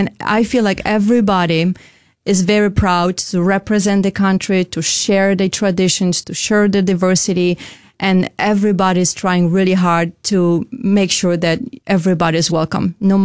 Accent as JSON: {"language": "English", "country": "Poland", "moved": "yes", "lives_now": "United States", "said": "I am from Poland, and I've been here in the United States for 15 years."}